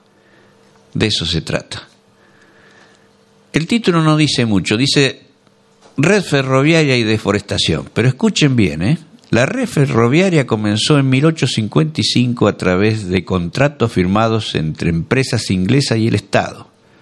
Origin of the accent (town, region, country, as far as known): Argentina